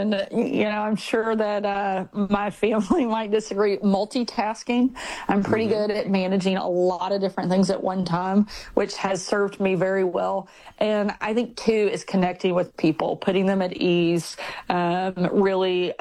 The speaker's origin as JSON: {"language": "English", "town": "Texarkana", "country": "United States", "tie": "born or raised there", "said": "I was probably 7 or 8 in my hometown of Texarkana"}